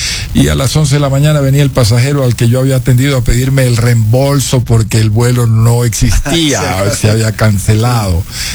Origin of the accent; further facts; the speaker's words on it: Guayaquil, Guayas, Ecuador; Yo soy guayaquileño.